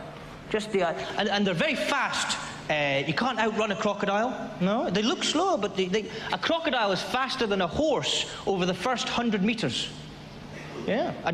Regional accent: Scotland, United Kingdom; I'm from Scotland, not Ireland, as you all seem to think I am when you hear my accent.

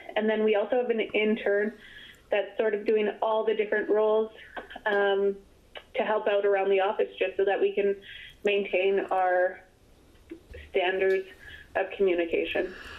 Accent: Fort Smith, Northwest Territories, Canada; now in Yellowknife, Canada; I was born and raised down in Fort Smith.

